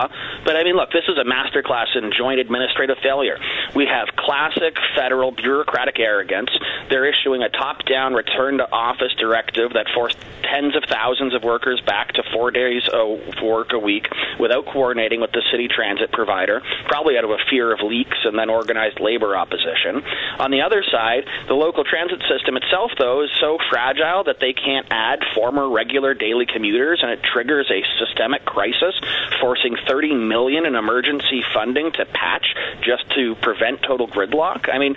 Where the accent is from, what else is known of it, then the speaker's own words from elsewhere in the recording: Tirana, Tirana County, Albania; now in Windsor, Canada; Tirana, for example, my hometown where I was born.